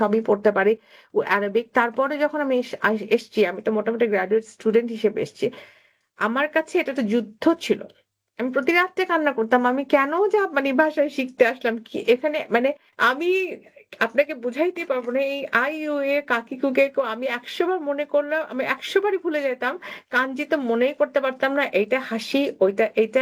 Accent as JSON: {"language": "Bangla", "town": "Dhaka", "region": "Dhaka Division", "country": "Bangladesh", "tie": "born or raised there", "said": "আসলে আমার জন্ম ঢাকায়, আমি বড় হয়েছি রামপুরাতে, আমার দাদার বাড়ি গোপালগঞ্জে।"}